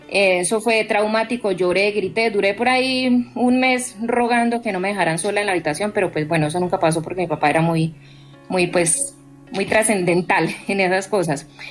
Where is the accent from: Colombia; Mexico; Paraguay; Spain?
Colombia; Magdalena Medio; yo soy del Magdalena Medio, allá se usa mucho toldillo por el zancudo.